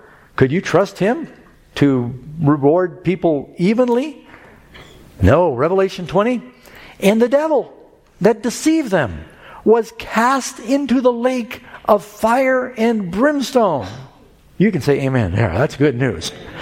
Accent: New York City, New York, United States; When I grew up in New York City, we'd walk out of our apartment.

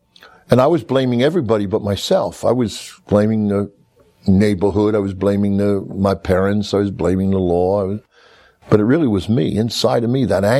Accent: Brooklyn, New York, United States; I come from Brooklyn, New York, a little section in Brooklyn, New York called Coney Island. That's where the amusement center is.

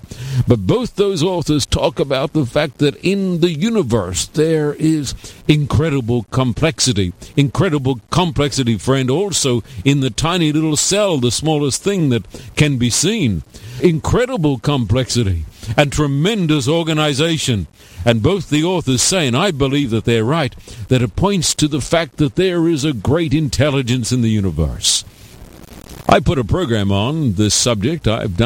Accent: Australia; moved away; even since I was knee-high to a grasshopper back home in Australia, home on the range.

